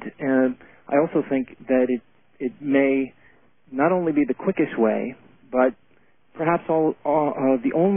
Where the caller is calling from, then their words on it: Los Angeles, California, United States; in Los Angeles.